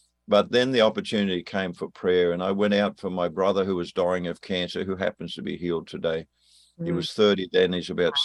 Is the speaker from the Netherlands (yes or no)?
no; Australia; accent: Australian; moved away; as an Australian. If you're wondering what the accent is, I'm an Australian.